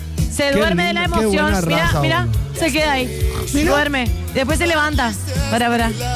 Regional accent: Luque, Central, Paraguay

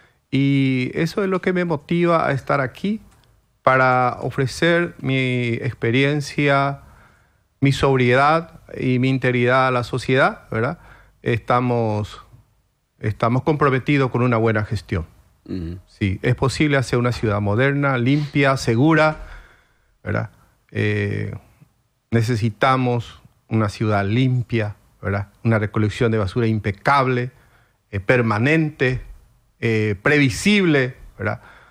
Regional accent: Asunción, Paraguay; Es denigrante decir soy asunceno

